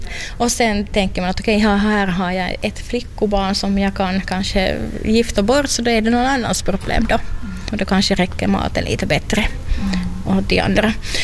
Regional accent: Finland; för att det blev lite sådär högkurs av olika saker som vi finländare ville sen köpa från henne.

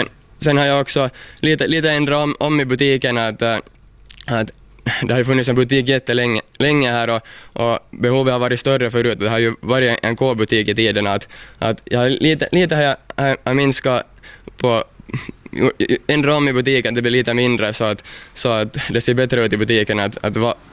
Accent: Southwest Finland, Finland; No, jag är nog hemma från Mielisholm och min farfar är faktiskt hemma här från Kirjais också, så att jag har nog hela min släkt här ifrån regionen.

